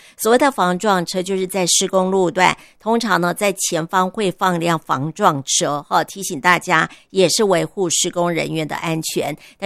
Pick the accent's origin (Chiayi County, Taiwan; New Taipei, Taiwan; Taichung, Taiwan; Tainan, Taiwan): Tainan, Taiwan; moved away; 我是台南人，这个很喜欢吃芒果，我们家非常爱吃芒果，